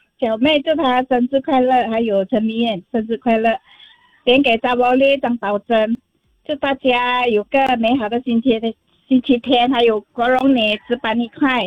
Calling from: Singapore

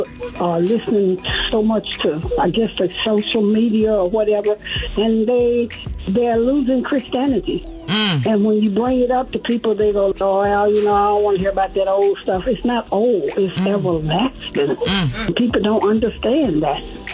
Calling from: Columbus, Ohio, United States; I'm calling from Columbus, Ohio.

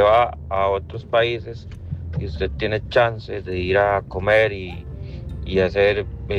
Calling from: San José, Costa Rica; Aquí en San José

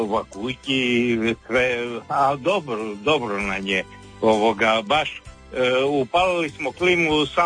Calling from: Kostrena, Primorje-Gorski Kotar County, Croatia; Ja sam inače iz Kostrene isto

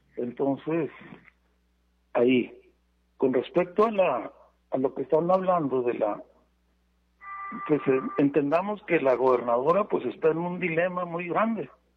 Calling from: Mexico

